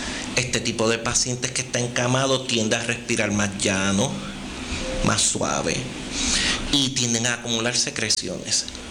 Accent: Ponce, Puerto Rico; born there; Yo nací en Ponce, mi padre nació aquí en San Germán.

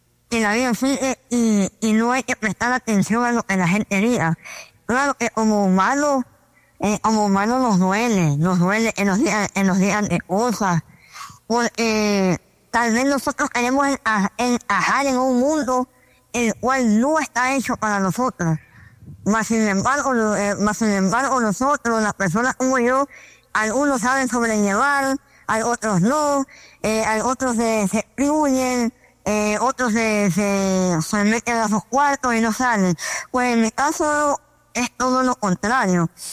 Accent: Nicaragua; soy originario de Nicaragua

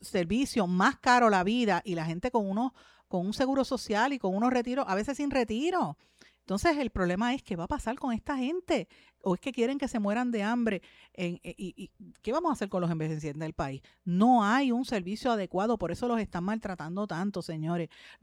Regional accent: Puerto Rico; Yo soy puertorriqueña ante todo, yo amo a mi país.

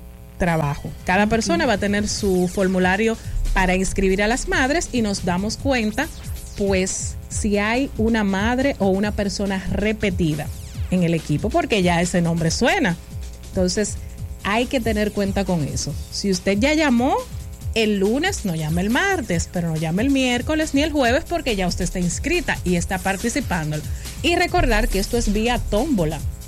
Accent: Dominican Republic; somos dominicanos

